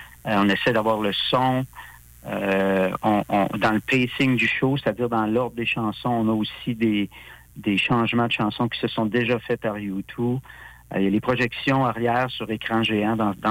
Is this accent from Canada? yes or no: yes; Thetford Mines, Quebec, Canada; moved away as an adult; now in Quebec City, Canada; Moi, je suis originaire de Thetford Mines.